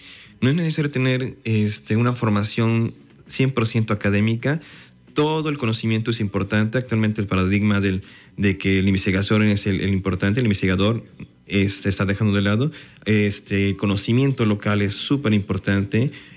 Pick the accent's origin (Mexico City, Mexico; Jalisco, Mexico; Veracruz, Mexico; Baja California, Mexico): Veracruz, Mexico; Alvarado; Como yo soy de Alvarado, crecí viendo los manglares, ¿no? Desde chiquito.